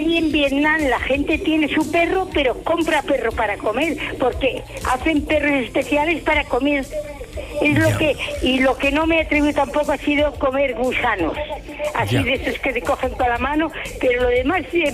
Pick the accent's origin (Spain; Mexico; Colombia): Spain; Bilbao, Basque Country; Pero claro, si en España, por ejemplo, le dan a uno unos chipirones, yo soy de Bilbao, unos chipirones negros